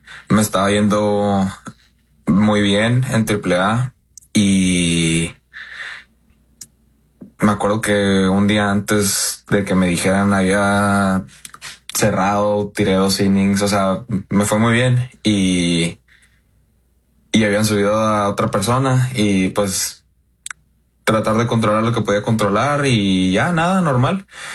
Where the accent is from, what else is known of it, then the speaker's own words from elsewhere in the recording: Mexico; Sí, no, un sueño, la verdad, siendo mexicano, los Dodgers retumban en México, ¿verdad?